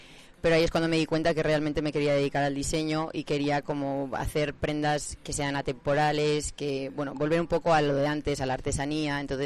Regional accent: Ólvega, Castile and León, Spain; now in Madrid, Spain; a mí siempre me encanta volver a mi tierra

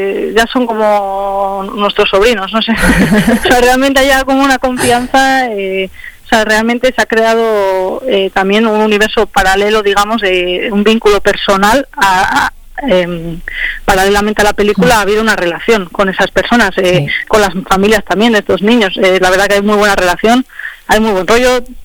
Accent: San Sebastián, Basque Country, Spain; born there; Yo no nací en Carrión, yo nací en San Sebastián, en País Vasco.

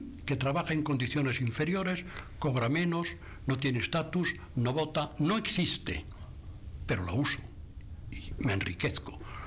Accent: Spain

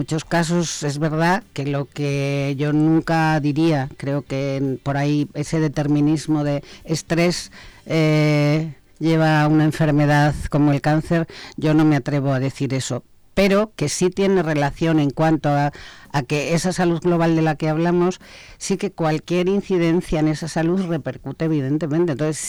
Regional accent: Sanabria, Castile and León, Spain; moved away; Sanabria, mi tierra, que allí es donde mejor se está.

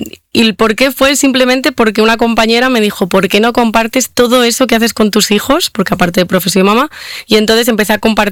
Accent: Valladolid, Castile and León, Spain; Soy de Valladolid

